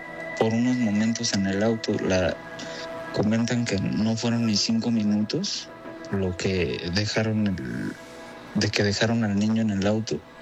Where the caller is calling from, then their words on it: Naucalpan, State of Mexico, Mexico; De Naucalpan.